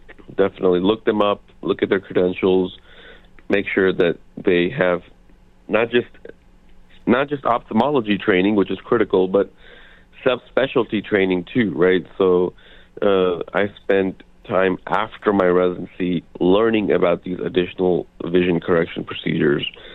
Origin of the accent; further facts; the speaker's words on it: Tyler, Texas, United States; now in Plano, United States; Plano is kind of a second home. I grew up in Tyler, Texas, but we spent a lot of time coming back to the Frisco Plano area.